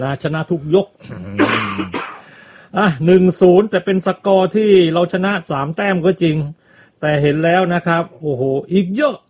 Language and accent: Thai; Southern Thailand, Thailand; เราคนใต้เห็นเหตุการณ์ทางใต้มันรายวันเลยนะ